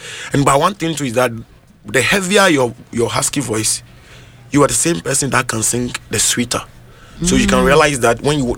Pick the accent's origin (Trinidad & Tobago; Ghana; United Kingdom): Ghana; because I'm a Ghanaian.